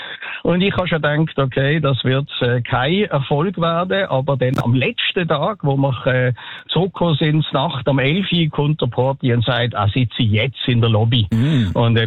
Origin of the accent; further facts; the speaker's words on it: Lucerne, Switzerland; hat mich gefragt, wo ich herkomme. Und dann hat er gesagt, aus Luzern.